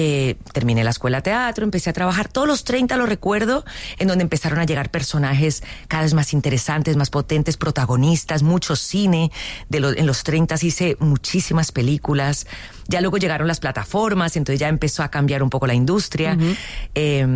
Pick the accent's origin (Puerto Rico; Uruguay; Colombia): Colombia; moved away as an adult; also born or lived in United States; now in Spain; soy una colombiana que llegó un poco intrusa a la industria española, sin conocer a nadie, sin saber nada aquí